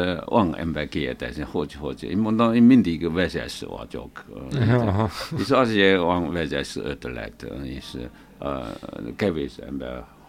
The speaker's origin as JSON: {"language": "Hungarian", "country": "China", "second_language": "Hungarian", "moved": "as an adult", "lives_now": "Hungary", "said": "Kínai vagyok, és itt él Magyarországon. Már 36 éve itt él Magyarországon. Nem tudom, jó beszél magyar, de majdnem fele magyar vagyok."}